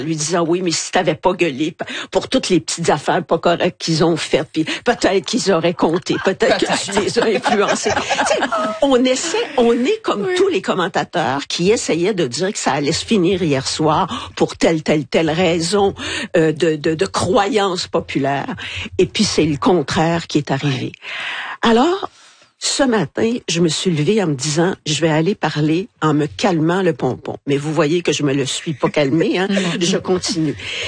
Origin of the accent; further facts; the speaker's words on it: France; moved away; j'ai beaucoup d'atomes crochus avec la France et je suis moi-même française.